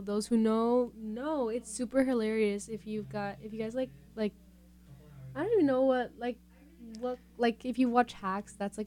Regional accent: San Diego, California, United States; I'm from San Diego.

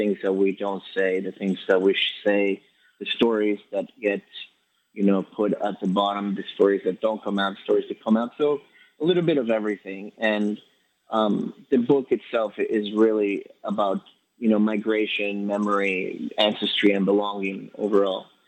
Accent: Guayaquil, Guayas, Ecuador; moved away; So I'm originally from Ecuador, Guayaquil, Ecuador, the coast.

